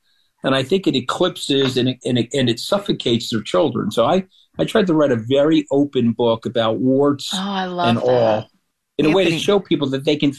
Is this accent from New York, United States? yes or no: yes; New York, United States; I grew up on Long Island. I think I've been to Washington one time on a school field trip.